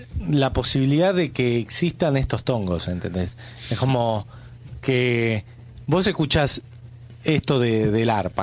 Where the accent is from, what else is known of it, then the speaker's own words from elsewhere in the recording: Argentina; Pero acá, siendo argentina y siendo argentinos, vos decís como, y la verdad podría ser